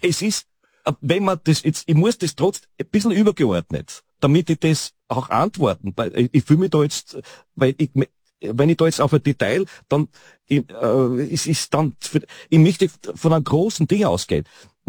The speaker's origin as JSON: {"language": "German", "town": "Eisenerz", "region": "Styria", "country": "Austria", "tie": "born or raised there", "said": "ich bin in Eisenerz aufgewachsen"}